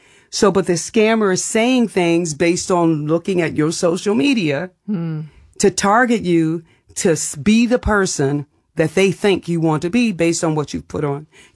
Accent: New Orleans, Louisiana, United States; Well, I grew up in New Orleans. You didn't answer the door.

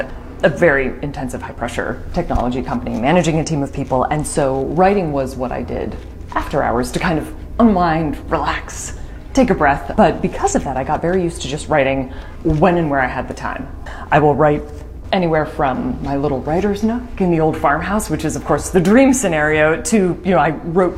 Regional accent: Hudson, Ohio, United States; I had a really wonderful, lovely experience growing up in Hudson

